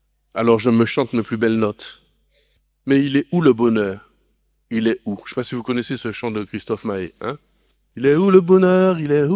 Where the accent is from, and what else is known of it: Martinique